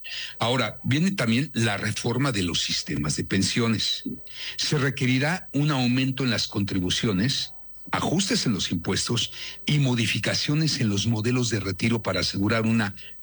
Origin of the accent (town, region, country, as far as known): Mexico